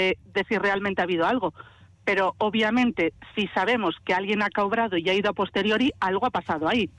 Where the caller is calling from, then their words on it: Getxo, Basque Country, Spain; yo vivo en Algorta, entonces sí que es cierto que no tengo contacto con la gente del pueblo de aquí, de Igorre.